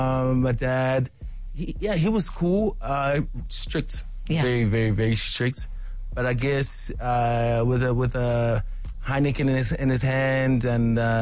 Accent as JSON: {"language": "English", "country": "South Africa", "tie": "born there", "also_born_or_lived": "Washington, D.C., United States", "said": "I was born in the States, born in D.C. But I mean, that's really not important. I like to say that I'm proudly South African."}